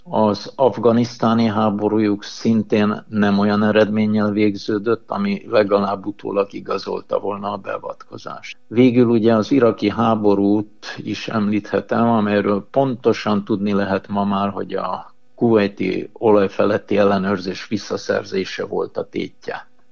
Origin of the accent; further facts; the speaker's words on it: Hungary; hát mi Magyarországról jöttünk, és véletlenül kerültünk ugyan ide